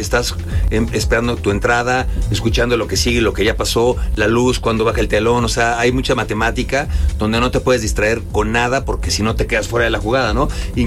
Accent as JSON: {"language": "Spanish", "region": "Querétaro", "country": "Mexico", "said": "Yo soy de Querétaro."}